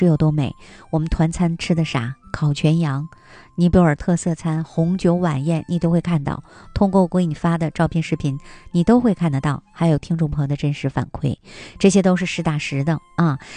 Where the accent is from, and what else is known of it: Harbin, Heilongjiang, China